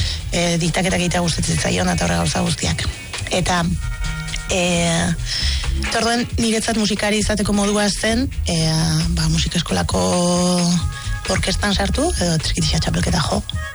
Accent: Arrasate, Basque Country, Spain; 80. Markada hasieran jaio nintzen Arrasaten.

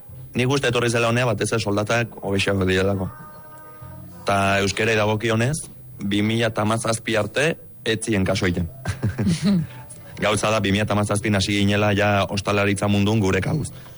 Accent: Lazkao, Basque Country, Spain; also born or lived in Arad, Romania; Lazkao tarra esatea. Azkenako, hemen enaiz jaio, baina txiki-txikitatik hemen bizi izan naiz, hemen ditu launek, hemen dauket lana, hemen dauket dana.

